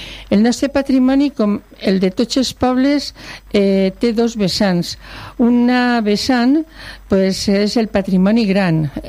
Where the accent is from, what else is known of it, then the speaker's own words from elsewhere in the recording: Albaida, Valencian Community, Spain; sempre ha sigut de Albaida, exceptuant els expòsits que vaig passar a la vall, sempre m'he quedat en el meu poble, d'ahí que tinga